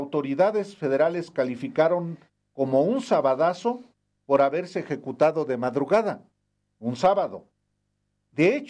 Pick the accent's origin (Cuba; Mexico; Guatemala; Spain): Mexico; Jalisco; moved away; en el municipio de Atotonilco el Alto, allá en mi tierra, en Jalisco